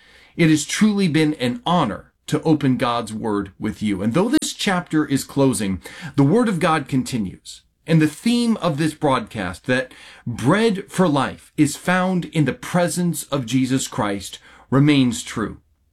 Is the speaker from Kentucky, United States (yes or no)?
yes; Kentucky, United States; now in Renton, United States; my family and I have decided, after much prayer, much consideration, to move back to my home state of Kentucky.